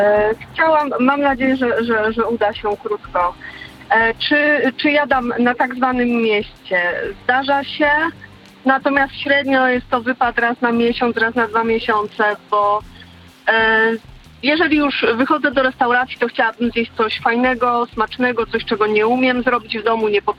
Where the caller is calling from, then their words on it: Kraków, Lesser Poland, Poland; mieszkam w Krakowie